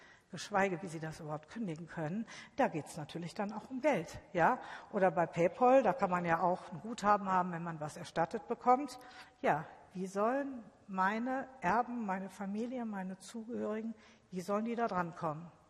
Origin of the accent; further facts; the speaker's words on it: Düsseldorf, North Rhine-Westphalia, Germany; Also ich komme ja aus Düsseldorf und da kann ich Ihnen sagen